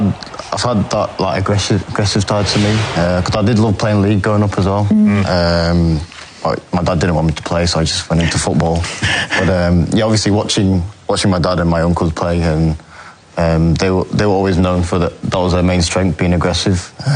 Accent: England, United Kingdom; now in New Zealand; Growing up in England, there was no one that really looked like me in school or in my team.

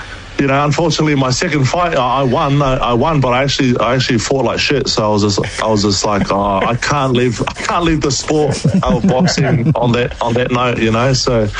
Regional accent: Upper Hutt, Wellington, New Zealand; He's from Upper Heart. I'm from Upper Heart.

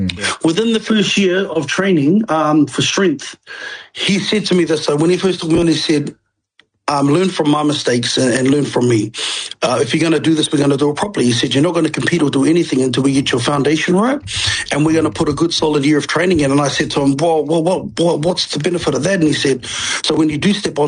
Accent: Gisborne, New Zealand; moved away as an adult; now in Australia; So I'm from the East Coast, Kizzy areas, and we were brought up to be farmers, you know, family shearers.

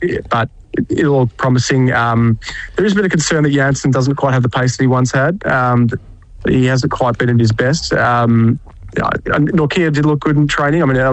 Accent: Australia; But as an Australian, close watcher

